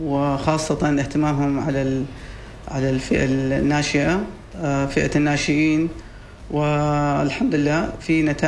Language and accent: Arabic; Oman; الملاعب جميلة الحمد لله اللي عندنا في عمان